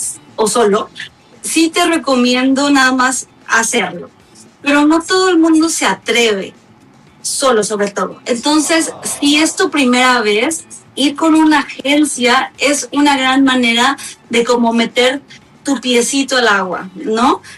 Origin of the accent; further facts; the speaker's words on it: Mexico; also born or lived in Spain; Soy mexicana y española.